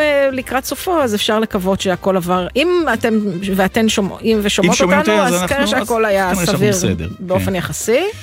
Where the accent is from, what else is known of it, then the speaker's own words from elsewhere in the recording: Jerusalem, Jerusalem District, Israel; אני ירושלמי